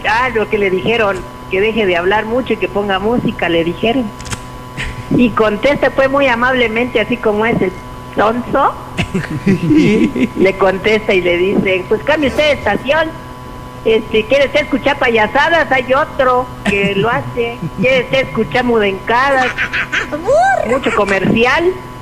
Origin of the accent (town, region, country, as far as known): Mexico